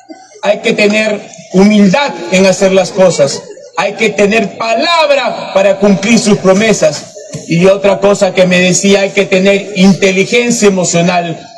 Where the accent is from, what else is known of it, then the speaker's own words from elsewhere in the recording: Mollendo, Arequipa, Peru; quiero volcarla a mi tierra, a Mollendo, a la provincia de Islay, a Coca-Chacra, a la punta de Ambaldivia, Mejía, Matarani, a todo mi pueblo